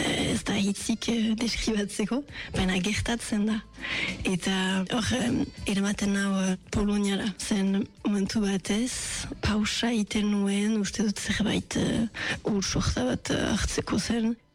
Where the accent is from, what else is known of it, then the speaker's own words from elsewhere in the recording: Bayonne, Nouvelle-Aquitaine, France; Baionakoa naiz